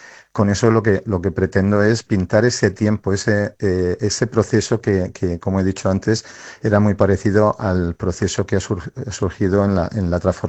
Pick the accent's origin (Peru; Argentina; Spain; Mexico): Spain; Torrevieja, Valencian Community; yo soy nacido en Torrevieja